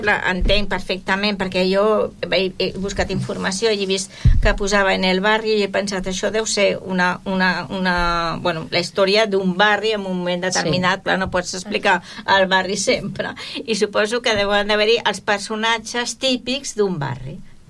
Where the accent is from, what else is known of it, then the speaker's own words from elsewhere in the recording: Barcelona, Catalonia, Spain; now in Tordera, Spain; si dic que soc barcelonina, però jo sempre dic soc d'Horta